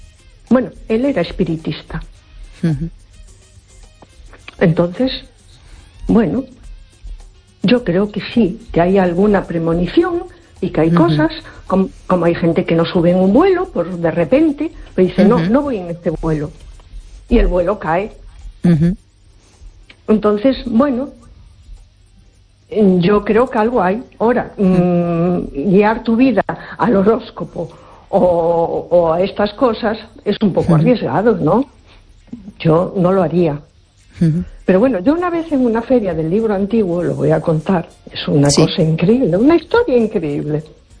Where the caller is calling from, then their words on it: A Coruña, Galicia, Spain; No, buenas noches … de Coruña.